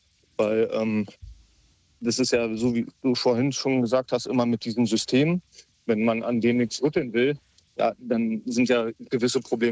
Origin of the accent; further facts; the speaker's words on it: Berlin, Germany; ich komme ja aus Berlin, hier gab es einen starken Sturm.